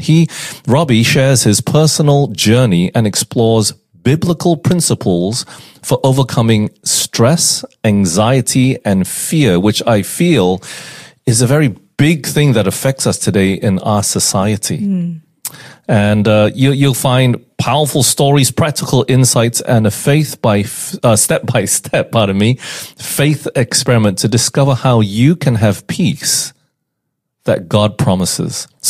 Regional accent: Singapore; born there; also born or lived in Malaysia / United Kingdom; I was born in Singapore. Then we moved to Malaysia for 2 years. Then we went to UK for 5 years. And although I'm Chinese, I don't speak Chinese.

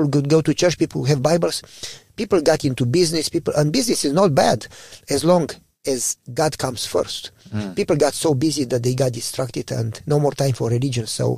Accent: Romania; now in United States; Originally from Romania.

